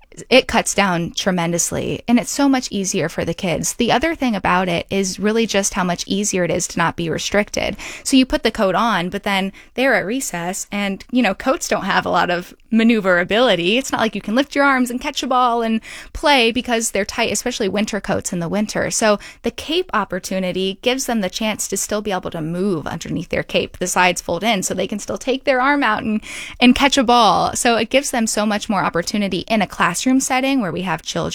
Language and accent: English; Dayton, Ohio, United States; now in Columbus, United States; I grew up in Dayton, Ohio.